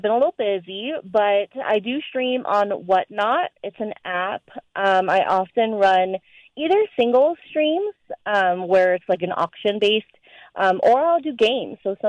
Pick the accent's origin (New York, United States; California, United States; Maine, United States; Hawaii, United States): Hawaii, United States; Honolulu; Both myself and Andy, we were raised in Manoa. Him with living here and me with having family everywhere in the valley.